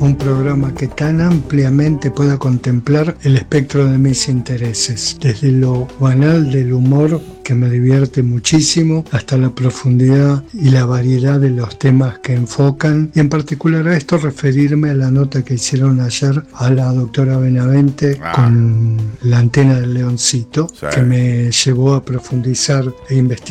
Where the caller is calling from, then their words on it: General Pacheco, Buenos Aires Province, Argentina; Un saludo muy grande. … de General Pacheco.